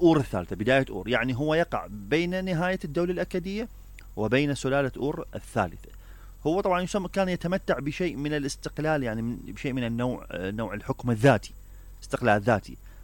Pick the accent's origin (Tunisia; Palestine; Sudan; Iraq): Iraq; عندنا بالعراق